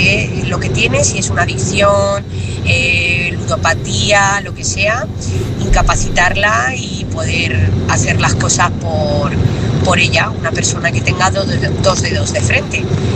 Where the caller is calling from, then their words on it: Talavera de la Reina, Castilla-La Mancha, Spain; corresponsal de Talavera.